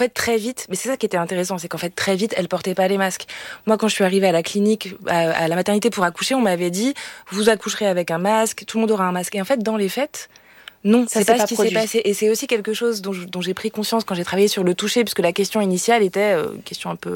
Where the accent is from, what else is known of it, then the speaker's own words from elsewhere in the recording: Grand Est, France; On vient de Lorraine.